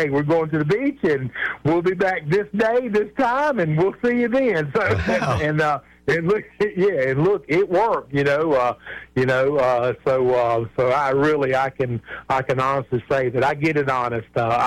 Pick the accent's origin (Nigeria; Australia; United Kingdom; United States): United States; Columbia, South Carolina; I even growing up in Columbia, you know, I had a great childhood